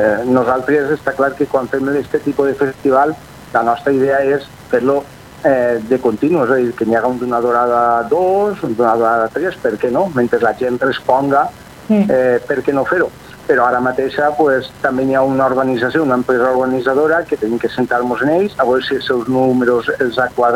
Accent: Oliva, Valencian Community, Spain; som d'Oliva.

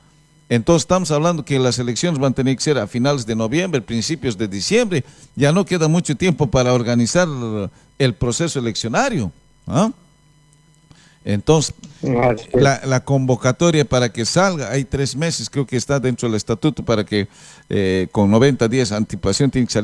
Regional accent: Llallagua, Potosí, Bolivia; born there; alguien de mi pueblo, de Llallagua

